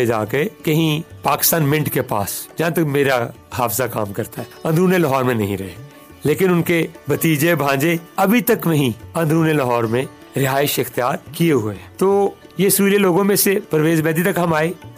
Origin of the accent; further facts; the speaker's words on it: Lahore, Punjab, Pakistan; ہم جو درون لاہور کے رہنے والے ہیں